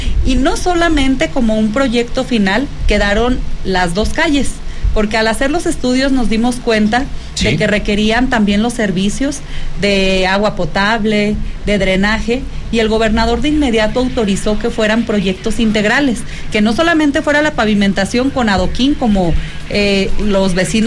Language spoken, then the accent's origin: Spanish; Fresnillo, Zacatecas, Mexico; Bueno, pues yo soy una mujer zacatecana, fresnillense. Tengo 36 años de edad. Tengo dos licenciaturas, una en educación secundaria con especialidad en historia. Estudié aquí en el CAM, en el Centro de Actualización del Magisterio en Zacatecas.